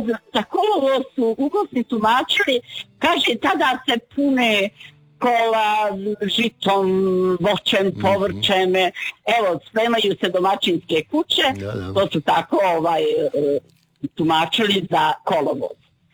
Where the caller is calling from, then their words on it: Bosnia & Herzegovina; ja sam iz Bosne